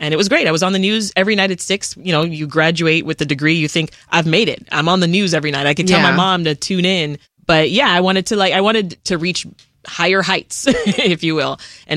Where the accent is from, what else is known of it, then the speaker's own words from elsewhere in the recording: Jamaica; So I failed to mention that we are a Caribbean household, right? I'm Jamaican.